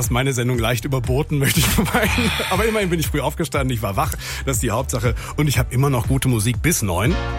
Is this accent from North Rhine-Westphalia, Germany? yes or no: yes; Münster, North Rhine-Westphalia, Germany; vielleicht liegt es an mir als Münsteraner, den ich nicht rauskriege aus mir.